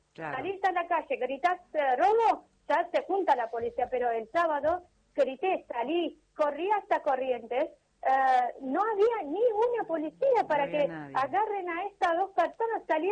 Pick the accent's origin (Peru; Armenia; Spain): Armenia; now in Argentina; Yo soy armenia.